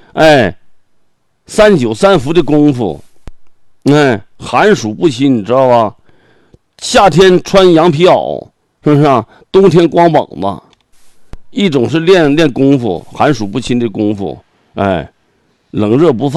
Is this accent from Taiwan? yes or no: no; Heilongjiang, China; 那跟我们黑龙江人